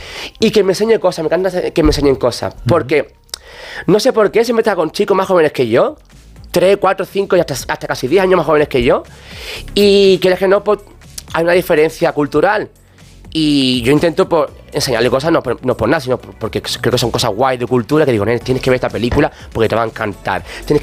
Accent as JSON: {"language": "Spanish", "town": "Alcalá de los Gazules", "region": "Andalusia", "country": "Spain", "tie": "born or raised there"}